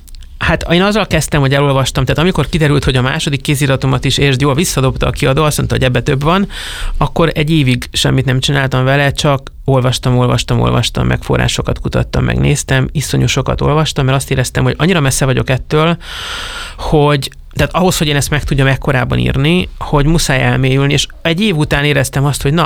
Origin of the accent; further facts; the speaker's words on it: Transylvania, Romania; az erdélyi magyar kisebbség tagja vagyok